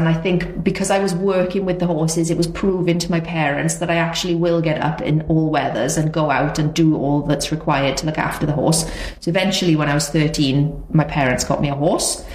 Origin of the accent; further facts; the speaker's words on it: Swansea, Wales, United Kingdom; my hometown in Swansea.